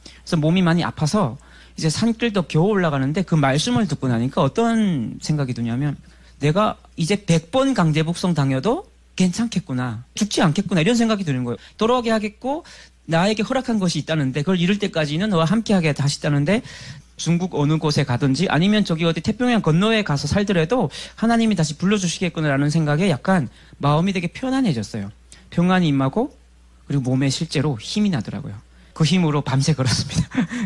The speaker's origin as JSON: {"language": "Korean", "country": "North Korea", "moved": "yes", "lives_now": "South Korea", "said": "저는 98년에 처음으로 탈북했기 때문에 5년 만에 이제 고향 땅을 밟는 거였거든요."}